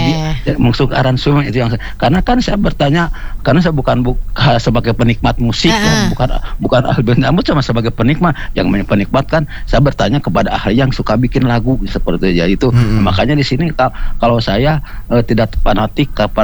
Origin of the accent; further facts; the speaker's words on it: West Java, Indonesia; kalau Sunda daerah saya sendiri kan.